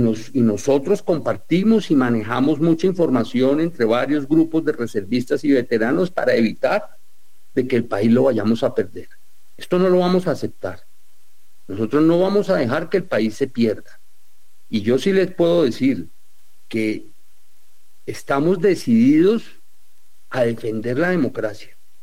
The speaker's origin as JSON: {"language": "Spanish", "country": "Colombia"}